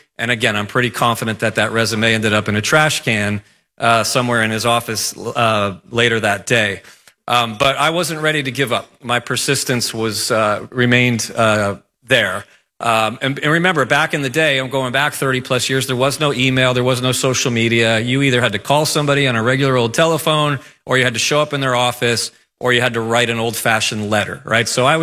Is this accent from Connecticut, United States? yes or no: yes; New Haven, Connecticut, United States; moved away as an adult; my hometown of New Haven, Connecticut